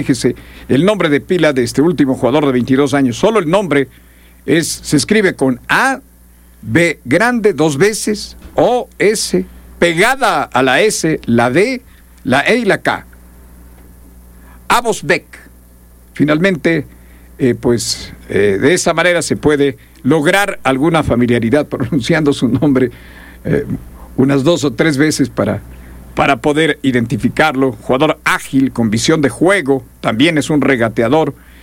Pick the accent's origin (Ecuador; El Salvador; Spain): Ecuador; los ecuatorianos festejamos